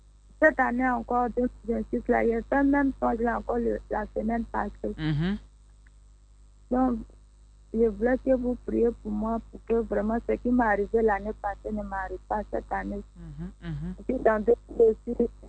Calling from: Côte d’Ivoire; J'appelle de... Agban.

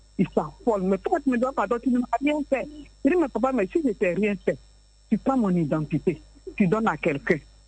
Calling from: Abidjan, Côte d’Ivoire; J'appelle de Yopougon Nyangon Nord.

